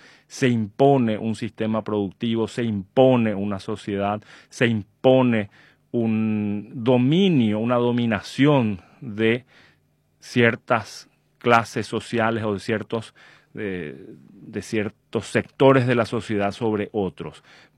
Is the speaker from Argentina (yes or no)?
no; Paraguay